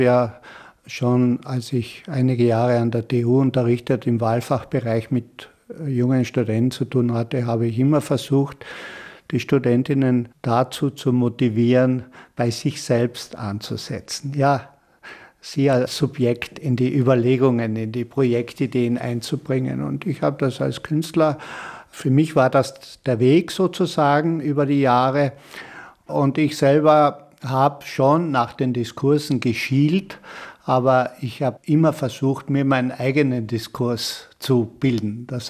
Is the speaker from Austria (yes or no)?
yes; Carinthia, Austria; dass ich in Kirchhoff Mountain in Kärnten, wo ich herkomme, der Erbe meiner Tante bin.